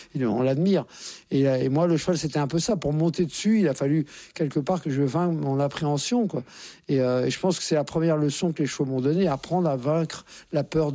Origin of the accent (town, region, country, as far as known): Courbevoie, Île-de-France, France; born there